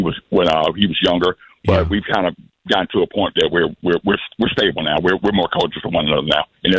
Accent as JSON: {"language": "English", "region": "Georgia", "country": "United States", "tie": "born or raised there", "moved": "yes", "lives_now": "Houston, United States", "said": "I grew up in Georgia originally. I moved to Houston, Texas in 1990."}